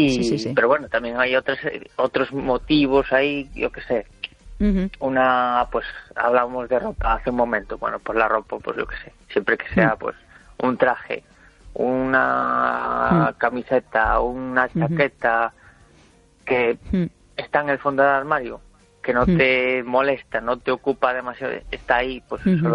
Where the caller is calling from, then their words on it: Ferrol, Galicia, Spain; de Ferrol.